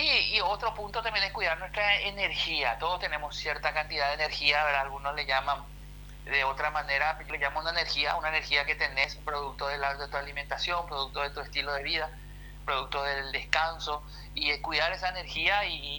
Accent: Paraguay; nosotros como paraguayos somos muy de la cultura del sí

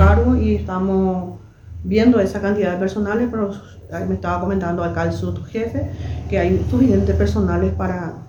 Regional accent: Guairá, Paraguay; also born or lived in Asunción; yo soy guaireña y en el 2020 era que volví de Asunción y estoy prestando de vuelta servicios acá.

